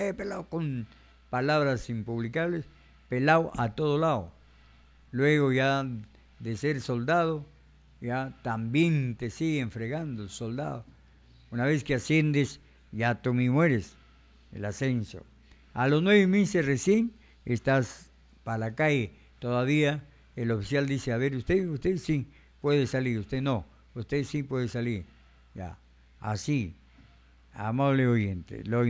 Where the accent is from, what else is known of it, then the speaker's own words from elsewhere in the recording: Reque, Lambayeque, Peru; en mi pueblo, en Reque